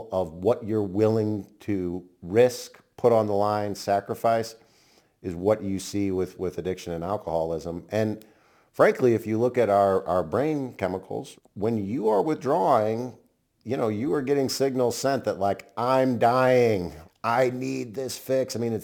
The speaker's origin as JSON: {"language": "English", "town": "St. Louis", "region": "Missouri", "country": "United States", "tie": "born there", "said": "I was born in St. Louis, Missouri."}